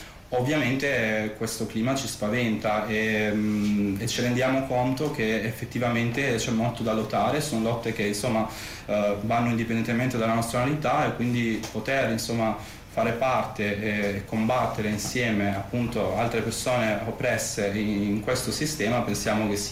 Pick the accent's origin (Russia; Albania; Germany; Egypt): Albania; now in Italy; dall'Albania. E quindi parlo soprattutto, anche non solo, ma delle aziende italiane che sfruttano, insomma, io ho vissuto in Albania fino al 2015